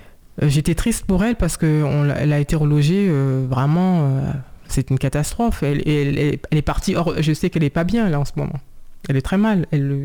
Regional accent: Saint-Cloud, Île-de-France, France; born there; parce que je suis née en France, à Saint-Cloud, dans les Hauts-de-Seine.

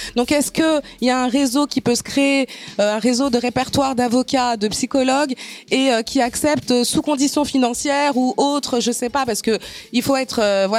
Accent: La Courneuve, Île-de-France, France; je suis de la Courneuve.

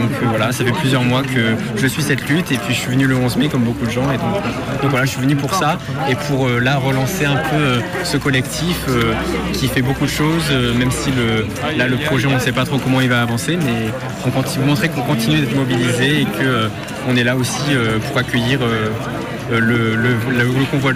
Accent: Auvergne-Rhône-Alpes, France; Je suis là parce que je viens du Puy-de-Dôme. J'ai fait mes études ici

